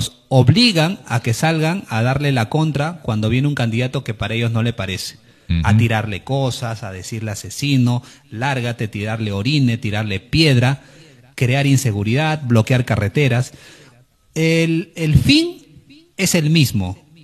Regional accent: Peru; nosotros como peruanos que somos

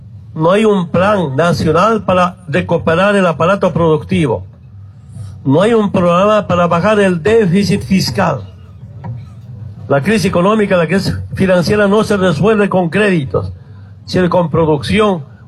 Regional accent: Orinoco, Oruro, Bolivia; now in Cochabamba, Bolivia; Yo soy del interior y soy de Orinoco, vengo acá a sobrevivir.

